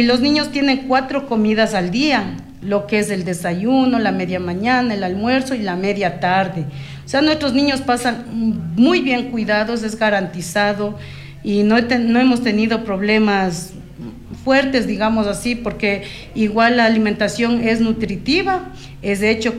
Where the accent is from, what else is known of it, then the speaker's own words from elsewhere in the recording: Ecuador; a la final somos ecuatorianos